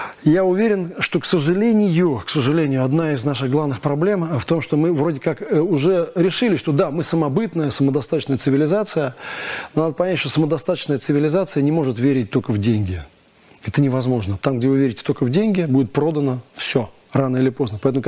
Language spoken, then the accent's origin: Russian; Moscow, Russia; Видимо, потому что я коренной, поэтому оно у меня есть. Да? Потому что я к Москве отношусь как к историческому, как бы, центру цивилизации.